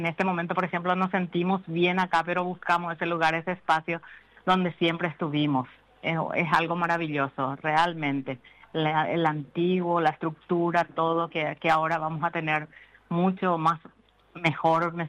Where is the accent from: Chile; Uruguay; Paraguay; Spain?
Paraguay